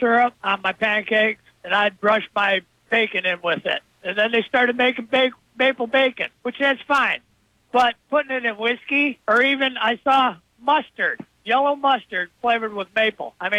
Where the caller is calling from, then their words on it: Luzerne, Pennsylvania, United States; I drive trucks, so I'm south of Luzerne right now.